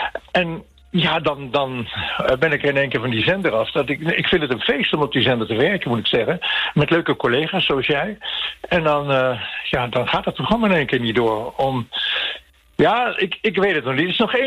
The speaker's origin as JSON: {"language": "Dutch", "town": "Maastricht", "region": "Limburg", "country": "Netherlands", "tie": "born there", "said": "ga ik in Maastricht het vieren, in mijn geboorteplaats."}